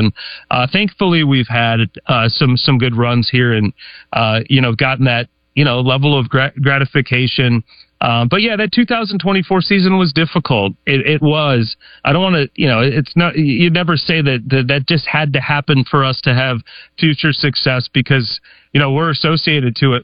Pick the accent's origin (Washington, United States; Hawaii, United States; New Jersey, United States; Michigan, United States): Michigan, United States; Detroit; I grew up in Detroit, I'm a Lions fan.